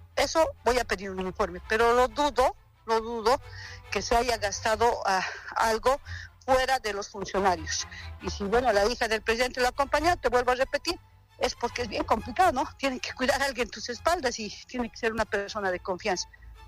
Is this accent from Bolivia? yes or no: yes; El Alto, La Paz, Bolivia; yo vengo de la ciudad del Alto, y si hoy día tú vas a las filas, hay diésel, pero no hay camiones